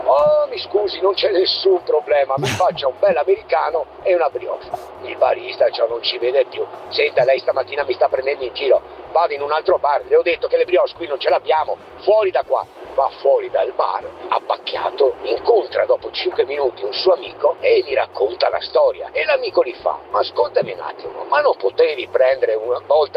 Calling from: Venice, Veneto, Italy; da Venezia.

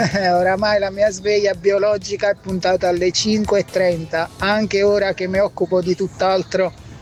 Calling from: Agropoli, Campania, Italy; Un abbraccio … provincia di Salerno, Agropoli.

